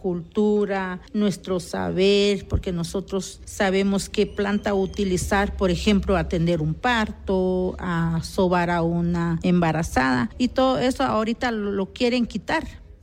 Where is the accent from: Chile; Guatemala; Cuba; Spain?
Guatemala; Alta Verapaz; first language Q'eqchi'; Spanish is a second language; soy de Alta Verapaz y mi idioma es Xerchi.